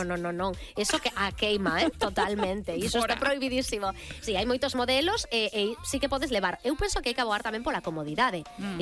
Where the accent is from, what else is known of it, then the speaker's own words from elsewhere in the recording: Galicia, Spain; Non, mira que somos de Bodente en Galicia, pero bueno, son estilos.